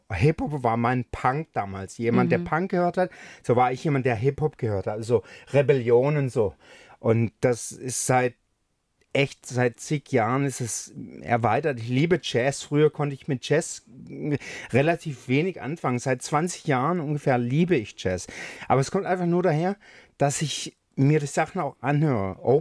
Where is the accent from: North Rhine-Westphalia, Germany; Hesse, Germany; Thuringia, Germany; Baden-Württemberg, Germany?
Baden-Württemberg, Germany; Stuttgart; Ich bin aus Stuttgart.